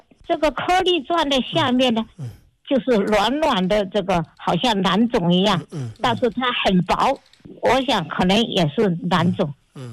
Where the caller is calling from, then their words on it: Fuzhou, Fujian, China; 我是福建省福州市。